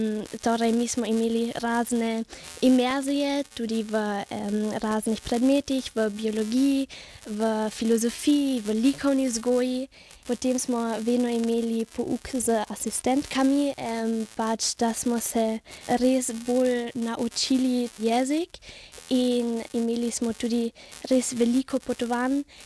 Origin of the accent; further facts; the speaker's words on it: Eisenkappel, Carinthia, Austria; Jaz sem itak iz Koroške, iz Železne Kaple.